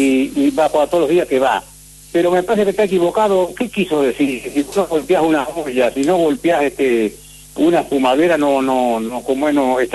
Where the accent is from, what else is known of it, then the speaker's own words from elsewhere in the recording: Victoria, Entre Ríos, Argentina; also born or lived in Pergamino; vos como él y como yo, que hemos nacido en Victoria, que somos criados acá en Victoria, yo me vine de Pergamino